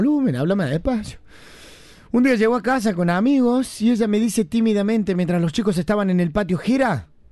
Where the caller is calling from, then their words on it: Río Grande, Tierra del Fuego, Argentina; Hola, chicos, yo soy de Río Grande, Tierra del Fuego, y viajo siempre de vacaciones con mi esposo.